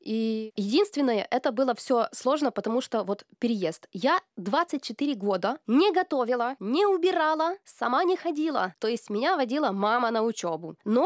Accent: Chernivtsi, Chernivtsi Oblast, Ukraine; moved away as an adult; now in Belarus

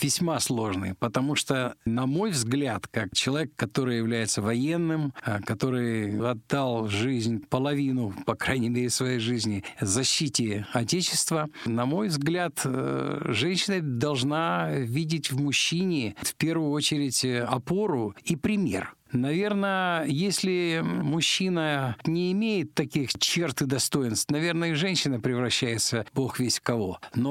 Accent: Kazakhstan; now in Moscow, Russia; Я когда, к сожалению, распался наш родной Советский Союз, я переехал из Казахстана в Москву, стал работать в одном месте города Москвы, а жил в другом.

